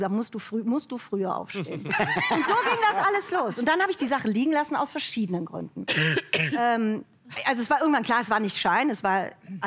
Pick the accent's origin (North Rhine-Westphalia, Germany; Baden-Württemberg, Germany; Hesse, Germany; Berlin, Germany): North Rhine-Westphalia, Germany; Cologne; in welchem Spannungsverhältnis ich lebe als Kölnerin.